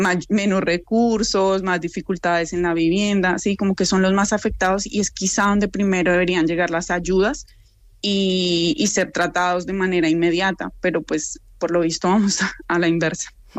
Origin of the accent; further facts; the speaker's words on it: Bogotá, Colombia; now in Madrid, Spain; soy de Bogotá